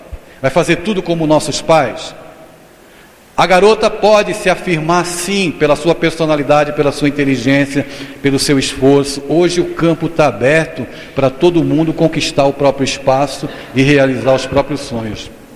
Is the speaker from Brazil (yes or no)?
yes; Brazil; now in Olinda, Brazil; Eu sou de São Paulo, mas estou morando em Olinda lá.